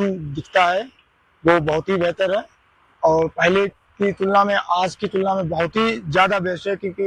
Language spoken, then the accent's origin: Hindi; Kannauj, Uttar Pradesh, India; हम कन्नौज उत्तर प्रदेश से आए हुए हैं और हमारा ये चौथी बार यात्रा है।